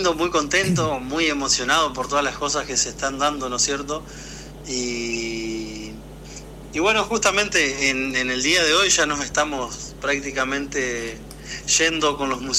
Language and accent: Spanish; Argentina